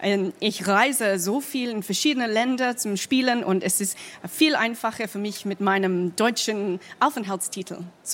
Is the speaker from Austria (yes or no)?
no; England, United Kingdom; German is a second language; moved away as an adult; now in Berlin, Germany; ich komme aus England und mein Mann kommt aus Berlin. Also wir haben im November 2020 sind wir nach Deutschland umgezogen.